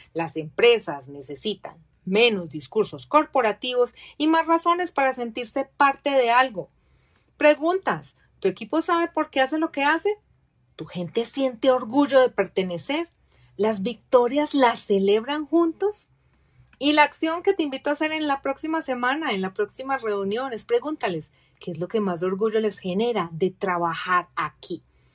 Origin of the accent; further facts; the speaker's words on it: Colombia; born there; saben que soy de Colombia, es mi país de nacimiento